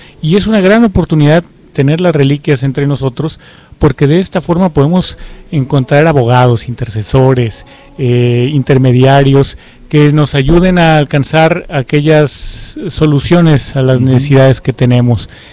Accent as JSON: {"language": "Spanish", "town": "Guadalajara", "region": "Jalisco", "country": "Mexico", "said": "Yo que vengo de Guadalajara, la cuna de los cristeros"}